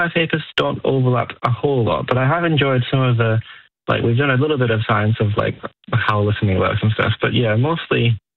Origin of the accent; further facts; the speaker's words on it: Wellington, New Zealand; moved away as an adult; now in Dunedin, New Zealand; Yeah, I grew up in Wellington.